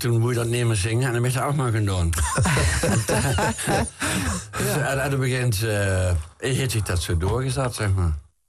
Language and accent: Dutch; Limburg, Netherlands; accent: Limburgish dialect; Ik kom uit Kapel. Ik ben van 52.